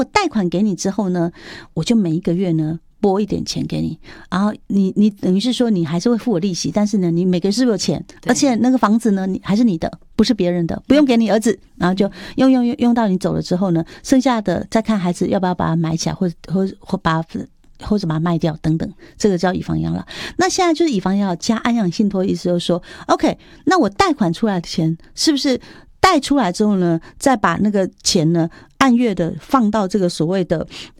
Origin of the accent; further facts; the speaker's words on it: China; 现在我们中国人都有土私有财